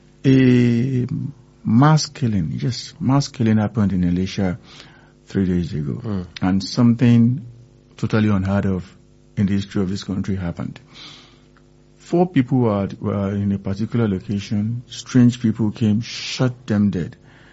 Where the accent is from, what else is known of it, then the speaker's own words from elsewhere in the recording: Ilesha, Osun, Nigeria; now in Ibadan, Nigeria; Yes, I am from Ilesha.